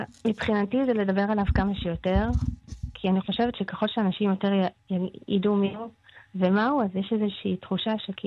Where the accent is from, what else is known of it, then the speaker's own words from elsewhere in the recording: Northern District, Israel; אני גם הייתי בצפון, כי אני צפונית